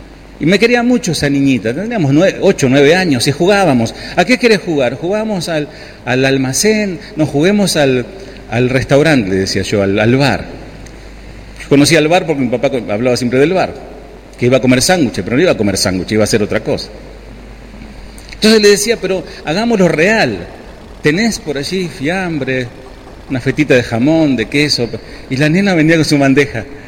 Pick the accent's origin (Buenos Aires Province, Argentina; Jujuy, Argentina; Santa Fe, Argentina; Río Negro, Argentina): Buenos Aires Province, Argentina; Berazategui; Yo me crié en Berazategui.